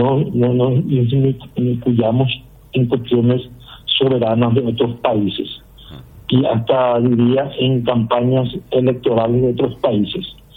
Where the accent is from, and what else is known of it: Paraguay